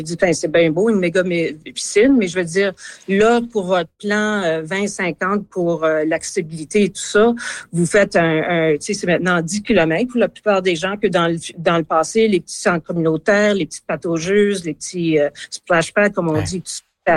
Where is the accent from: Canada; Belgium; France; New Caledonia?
Canada; Winnipeg, Manitoba; Oui, j'habite à Saint-Boniface.